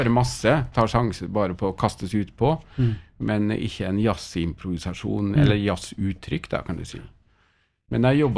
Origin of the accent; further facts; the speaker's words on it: Frei, Møre og Romsdal, Norway; Hjemme på Frei, ja.